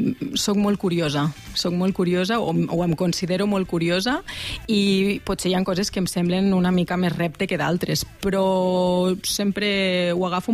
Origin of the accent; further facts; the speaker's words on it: La Seu d'Urgell, Catalonia, Spain; born there; also born or lived in Barcelona; primer van explorar els meus pares pel territori i van arribar a la Seu, els hi va agradar moltíssim i quan vaig tenir aproximadament 5 anys em van portar cap aquí.